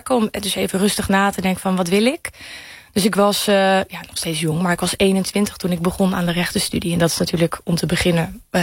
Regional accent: Apeldoorn, Gelderland, Netherlands; Geboren en getogen in Apeldoorn.

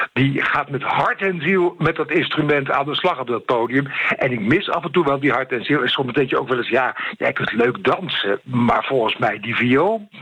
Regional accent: Netherlands; ik als Nederlander

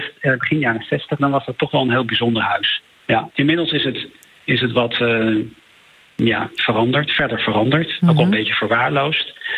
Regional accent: Netherlands; je komt hier aan in New York, grote stad, als Nederlander

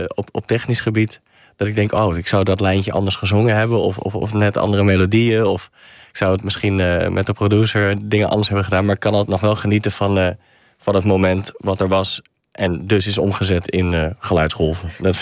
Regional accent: Deventer, Overijssel, Netherlands; Ik kom uit Deventer.

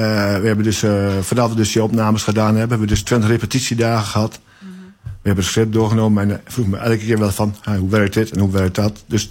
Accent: Waterland, North Holland, Netherlands; Ik kwam uit Waterland, Noord-Holland, bij Jan. Okay. De onderdroog van Amsterdam.

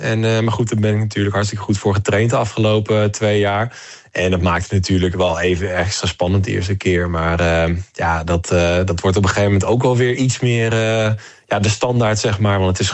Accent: Deventer, Overijssel, Netherlands; En ik kom uit Deventer.

